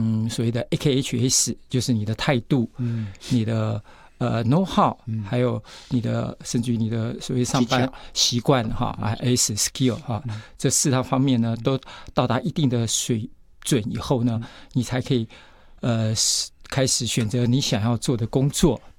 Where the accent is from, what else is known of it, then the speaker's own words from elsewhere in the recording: Taiwan; 然后呢，我们台湾人呢到国外去玩，我们叫澳镑